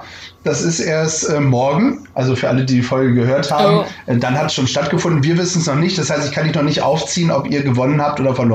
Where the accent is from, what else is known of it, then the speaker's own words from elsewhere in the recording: Bremen, Germany; Ich als gebürtiger Bremer